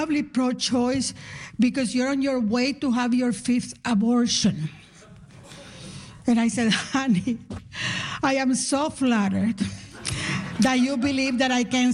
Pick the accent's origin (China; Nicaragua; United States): Nicaragua; now in Canada; Because I'm from Nicaragua, and we always feared an American invasion. I live with that fear.